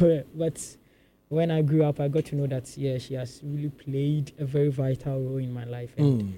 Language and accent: English; Ghana; I grew up in the Zongo. I grew up at Alaba.